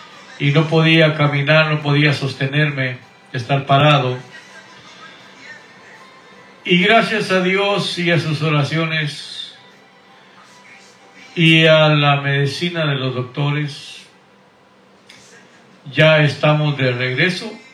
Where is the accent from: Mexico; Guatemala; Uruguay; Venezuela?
Guatemala; now in Houston, United States; aunque vivo aquí en Estados Unidos, en Houston, Texas, por ya 30 años, soy nacido en Guatemala, la República de Guatemala